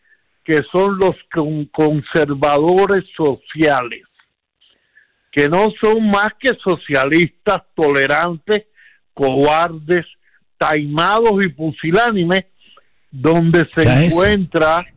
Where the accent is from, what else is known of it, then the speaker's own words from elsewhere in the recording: United States; Yo soy americano.